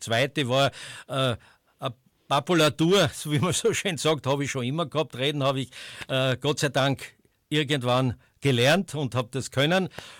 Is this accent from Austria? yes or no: yes; Styria, Austria; accent: Styrian; Und ich war halt auch ein Steirer, der halt ein bisschen...